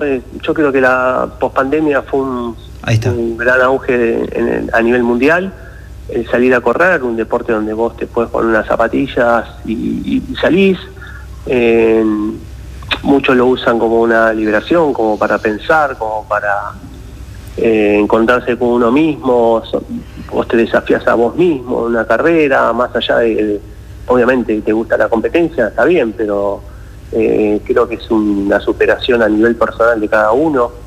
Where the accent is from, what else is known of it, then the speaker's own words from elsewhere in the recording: Argentina; sabemos que como argentinos estamos pasando un tema económico